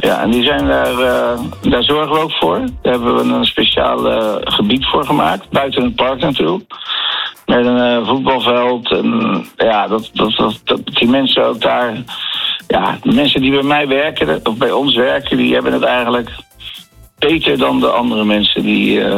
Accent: Rotterdam, South Holland, Netherlands; born there; moved away; Maar Rotterdam is het toch wel de stad waar ik geboren ben.

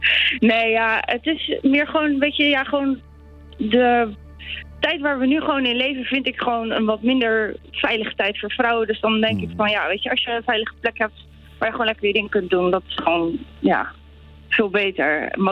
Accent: Capelle aan den IJssel, South Holland, Netherlands; want ik kom origineel uit Capelle.

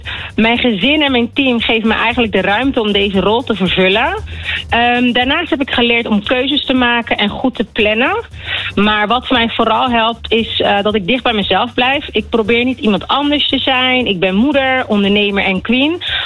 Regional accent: Rotterdam, South Holland, Netherlands; Ja, ik ben geboren in Nederland, getogen in Rotterdam. En komen roots zijn van Curaçao en Sint Maarten.

